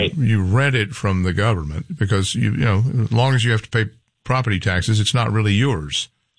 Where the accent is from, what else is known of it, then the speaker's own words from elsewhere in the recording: Texas, United States; As a Texan, I don't want any state to be better than us.